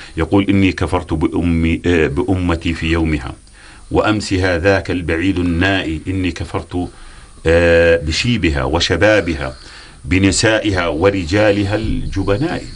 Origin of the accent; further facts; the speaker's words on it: Aima, Tafilah Governorate, Jordan; قريتنا عيمي اللي أنا منها